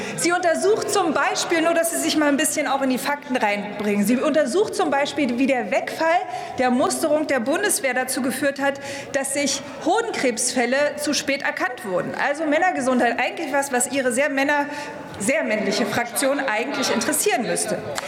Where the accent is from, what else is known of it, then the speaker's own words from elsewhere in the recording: East Germany, Germany; Als Ostdeutsche